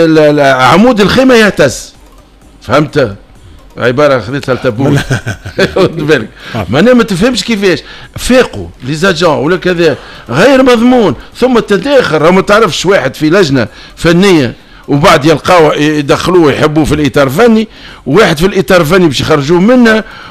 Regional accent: Tunisia; انا تونسي

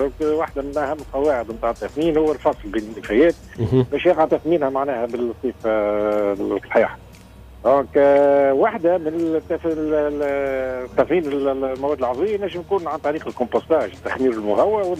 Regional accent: Tunisia; عندنا في تونس

